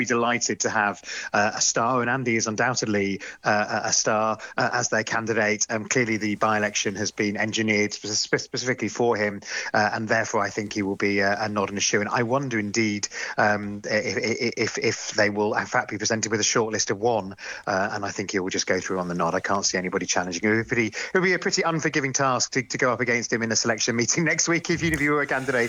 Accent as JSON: {"language": "English", "region": "North West England", "country": "United Kingdom", "said": "I'm from Greater Manchester, so I know these parts of the country well"}